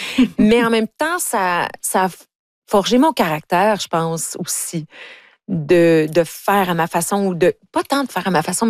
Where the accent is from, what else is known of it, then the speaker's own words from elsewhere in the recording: Ontario, Canada; parce que moi, je viens de l'Ontario.